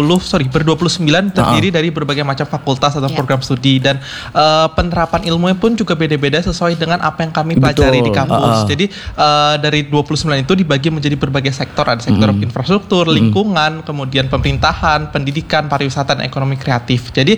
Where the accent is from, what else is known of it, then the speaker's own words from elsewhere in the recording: Java, Indonesia; sebelumnya kan kami berdua ini berasal dari Jawa ya mas